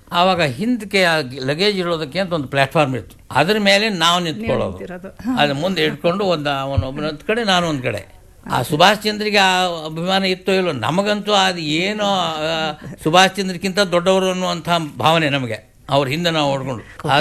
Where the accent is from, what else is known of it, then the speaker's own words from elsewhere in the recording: Hubballi, Karnataka, India; born there; ನಾನು ಹುಟ್ಟಿದ್ದು ಹುಬ್ಬಳ್ಳಿಯಲ್ಲಿ, ಆದರೆ ನಮ್ಮ ಮೂಲ ಊರು ಅಥವಾ ಹಳ್ಳಿ ಮರೇವಾಡ, ಧಾರವಾಡದಿಂದ ಒಂದು 6 ಮೈಲಿಗೆ ದೂರ ಅಲ್ಲಿ ಹಳ್ಳಿ ಇದೆ.